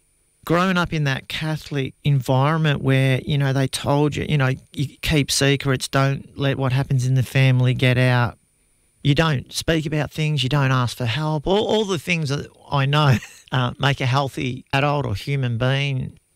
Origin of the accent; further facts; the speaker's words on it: Seaford, Victoria, Australia; I grew up in Melbourne, in a place called Seaford, which was a really horrible place. A tough housing commission area